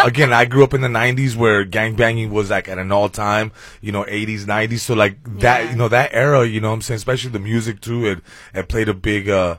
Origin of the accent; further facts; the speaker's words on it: San Fernando, California, United States; growing up in San Fernando, where I was a young child, mm-hmm. it was all over the place, yeah. you know? I grew up right near, San Fernando Mission, Lower Canyon.